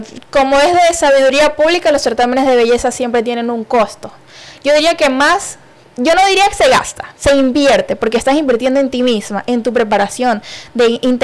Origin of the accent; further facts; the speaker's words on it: Manta, Manabí, Ecuador; aquí a Manabí, a Manta, que para ser la alegría de mi pueblo y de mi gente.